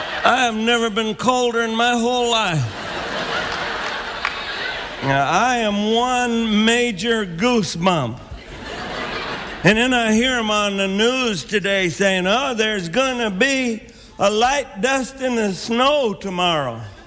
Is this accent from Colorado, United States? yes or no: yes; Denver, Colorado, United States; I grew up in Denver, Colorado. I learned you can't trust weather people.